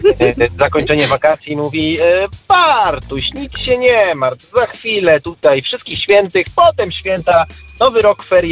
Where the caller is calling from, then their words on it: Łomianki, Masovian Voivodeship, Poland; jestem z Łomianek.